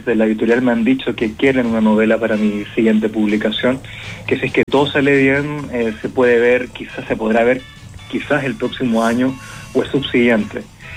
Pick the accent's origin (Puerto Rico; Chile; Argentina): Chile; Antofagasta; moved away as an adult; que es mi ciudad natal. Crecí en Antofagasta, soy antofagastino, estudié en Antofagasta básica y educación media.